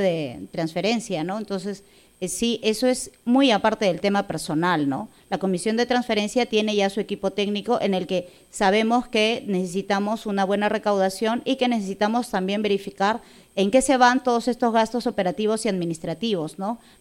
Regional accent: Punta Hermosa, Lima, Peru; han descubierto de que efectivamente nosotros somos de Punta Hermosa.

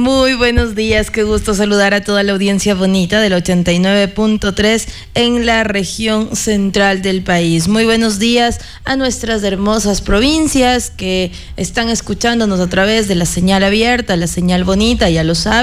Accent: Ecuador; Estamos un poquito cabizbajos como ecuatorianos

